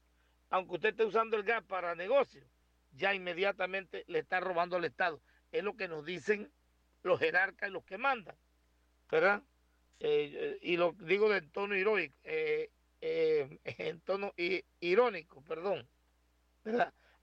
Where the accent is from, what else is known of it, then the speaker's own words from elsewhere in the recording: Panama; Soy un panameño, siempre compro el tanque de 25 libras. Estoy clarito como panameño